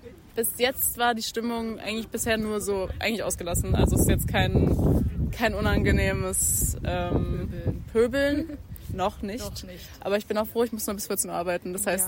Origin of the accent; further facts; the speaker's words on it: Dresden, Saxony, Germany; ich komme aus Dresden, aber ich bin auch nie außerhalb von der DDR sozusagen ausgezogen. Also ich, keine Ahnung, bin halt immer im Osten gewesen.